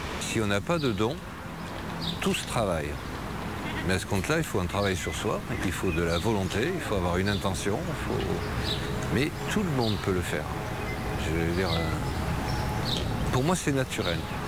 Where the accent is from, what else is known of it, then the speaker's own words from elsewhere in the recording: Toulouse, Occitanie, France; je suis originaire de Toulouse, quand on dit « Adieu », c'est comme on dit « Au revoir »